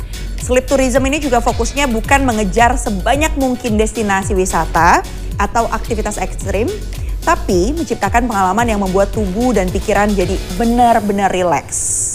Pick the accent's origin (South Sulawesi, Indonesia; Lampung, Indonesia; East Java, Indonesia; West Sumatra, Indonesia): Lampung, Indonesia; Ada juga Els Coffee, ini asalnya dari kampung saya, salah satu jaringan kedai kopi paling terkenal di Lampung.